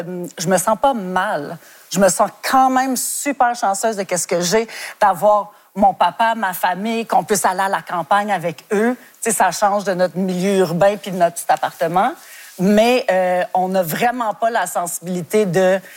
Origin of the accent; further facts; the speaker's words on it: Westmount, Quebec, Canada; J'ai grandi à Westmount